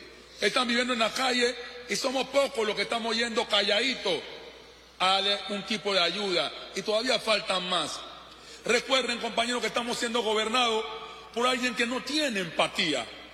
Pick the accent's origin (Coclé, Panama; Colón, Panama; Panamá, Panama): Colón, Panama